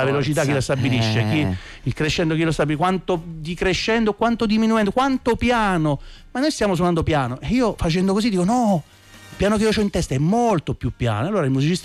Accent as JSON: {"language": "Italian", "region": "Abruzzo", "country": "Italy", "accent": "Abruzzese dialect", "said": "sì, sono abruzzese, sì. Quando mi parte l'abruzzese mi parte"}